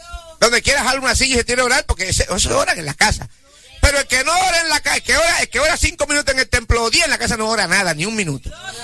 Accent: Corozal, Puerto Rico; Allá en Corozal, en mi pueblo

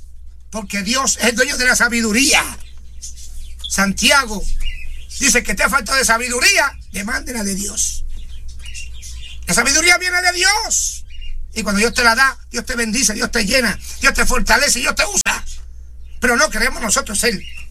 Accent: Bayamón, Puerto Rico; moved away; Yo fui a un día a Bayamón, mi pueblo de Puerto Rico.

